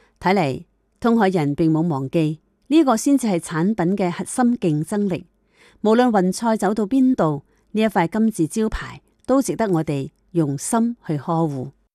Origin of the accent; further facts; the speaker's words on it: Thailand; 我们泰国人是很喜欢云南菜的，一般高级的酒店都喜欢我们云南菜。